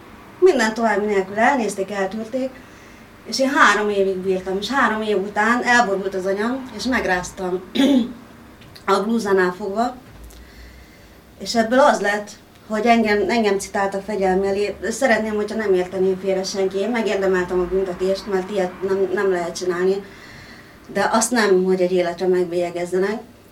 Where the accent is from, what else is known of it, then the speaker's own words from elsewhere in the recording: Hungary; én úgy nőttem fel ebben az országban, hát a törzs hallgatók tudják, hogy görög vagyok. Úgy nőttem fel ebben az országban, hogy soha semmilyen hivatalos atrocitás nem ért engem a származásom miatt.